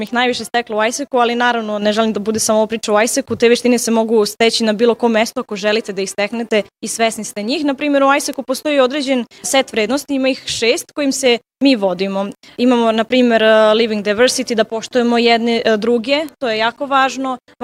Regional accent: Serbia; Naprimjer, ja sam iz Srbije i recimo kod nas nema mnogo ljudi islamske vjeroispovesti

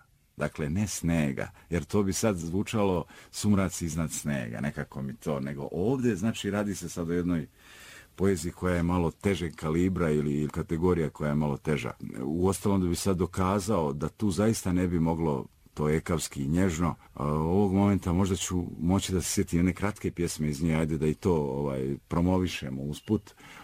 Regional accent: Sanski Most, Federation of Bosnia and Herzegovina, Bosnia & Herzegovina; vozovi su bili zbilja, pogotovo kod nas u Sanskom mostu bio je Čiro, on išao na Uskotračna, Drvar, Prijedor i tako dalje.

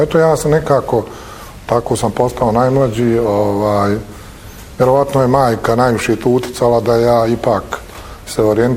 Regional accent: Tuzla, Federation of Bosnia and Herzegovina, Bosnia & Herzegovina; Ja sam rođen u Tuzli, tad se to zvala Oktobarska ulica, tamo sam proveo djetinjstvo.

